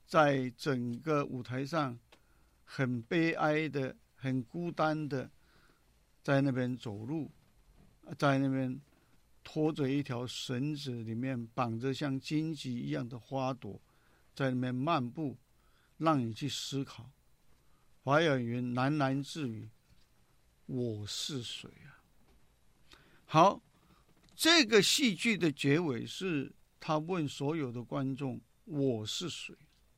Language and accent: Chinese; Taiwan